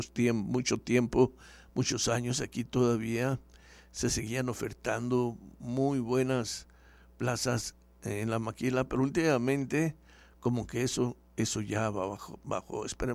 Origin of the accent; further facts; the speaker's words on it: Nogales, Sonora, Mexico; nuestros Nogales